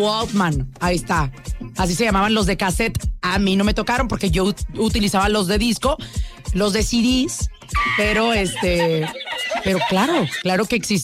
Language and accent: Spanish; Mazatlán, Sinaloa, Mexico; moved away; hasta mi tierra, Mazatlán, Sinaloa.